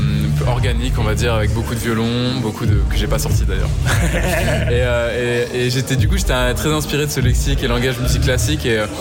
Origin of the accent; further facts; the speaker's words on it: Rouen, Normandy, France; Dans ma ville natale à Rouen.